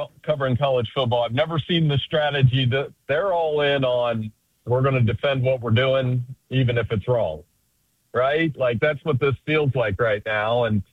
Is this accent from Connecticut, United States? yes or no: no; Ohio, United States; You know, I grew up in Central Ohio. When you grew up in Central Ohio, you learned how to play baseball like Pete Rose.